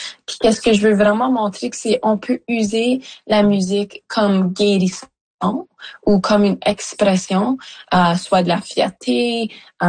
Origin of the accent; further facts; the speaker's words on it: Sudbury, Ontario, Canada; je viens de Sudbury, comme tu dis, du nord-est de l'Ontario